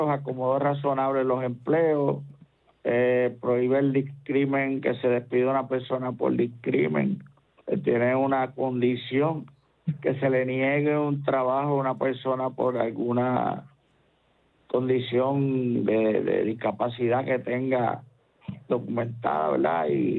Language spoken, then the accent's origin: Spanish; Puerto Rico; yo soy puertorriqueño.